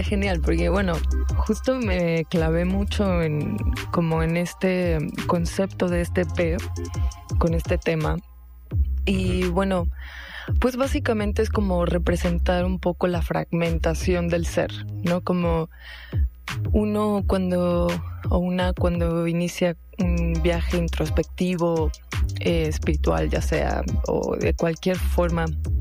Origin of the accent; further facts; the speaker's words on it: Tamaulipas, Mexico; moved away as an adult; now in Mexico City, Mexico; soy de Tamaulipas, pero llevo 11 años ya viviendo acá en la ciudad.